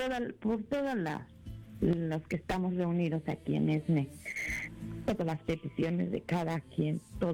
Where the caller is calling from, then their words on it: Texas, United States; Buenos días … de Carlingen, en Texas, y escucho por la aplicación.